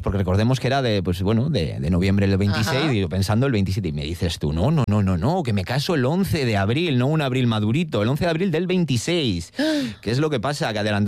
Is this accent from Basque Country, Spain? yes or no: yes; Bilbao, Basque Country, Spain; como los de Bilbao, que podemos ser de cualquier lugar